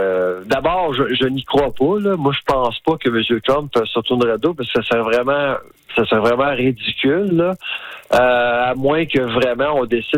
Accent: Saskatchewan, Canada; que ce soit chez nous, en Saskatchewan

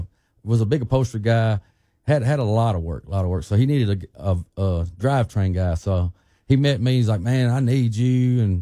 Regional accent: Hernando, Mississippi, United States; now in Nesbit, United States; I'm from Hernando, Mississippi. Born and raised Hernando, Mississippi.

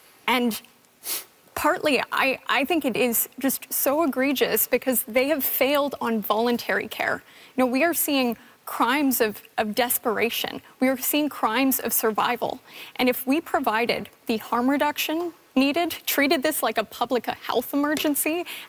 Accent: Victoria, British Columbia, Canada; Growing up in Victoria, it really breaks my heart to see how our downtown has

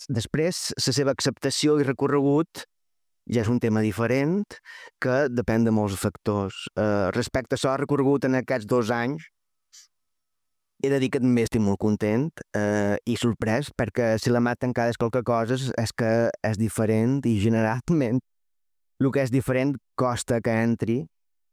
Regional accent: Balearic Islands, Spain; Però, com a autors menorquins, és molt, molt difícil fer-se un lloc en aquest mercat

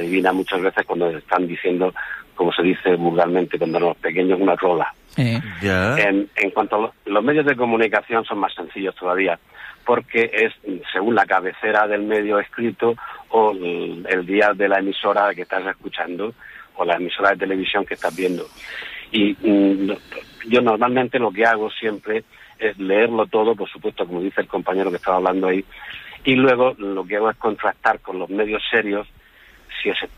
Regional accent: Region of Murcia, Spain; Perdona que te diga Ángeles porque yo soy murciano, entonces no es eso del castellano.

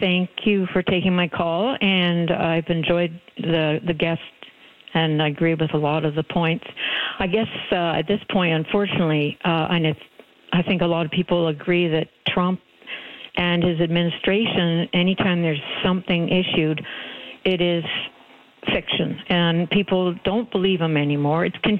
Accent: Canada; now in Port Credit, Canada; as a Canadian, I can say that, you know, we grew up with complacency.

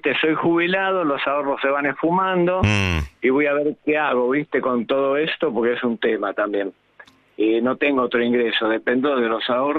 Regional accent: Buenos Aires, Argentina; Villa Crespo, sí, la avenida Estado Israel. De un lado es Crespo y de enfrente es Almagro.

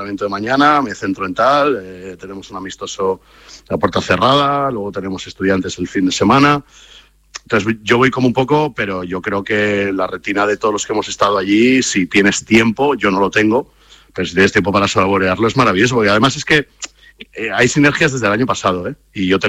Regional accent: San Sebastián, Basque Country, Spain; yo soy de San Sebastián, ya lo sabéis, allí no había un primer equipo de Primera División

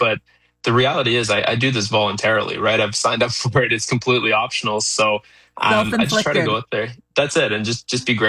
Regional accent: Canada; I'm born and raised in Canada.

